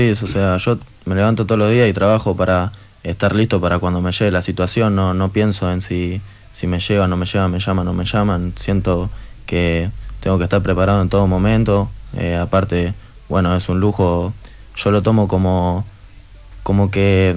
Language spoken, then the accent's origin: Spanish; Buenos Aires, Argentina; born there; Nací ahí en Pompeya.